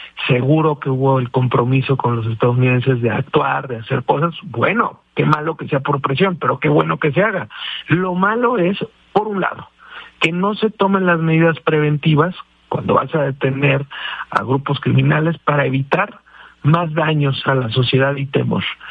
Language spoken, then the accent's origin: Spanish; Michoacán, Mexico; yo soy michoacano.